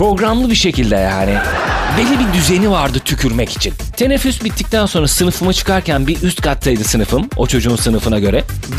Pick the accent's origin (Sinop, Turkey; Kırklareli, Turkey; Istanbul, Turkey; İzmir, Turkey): İzmir, Turkey; born there